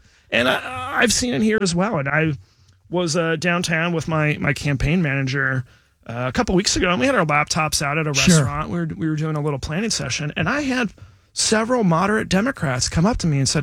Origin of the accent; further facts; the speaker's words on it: Ohio, United States; my hometown needs a new bridge to Kentucky.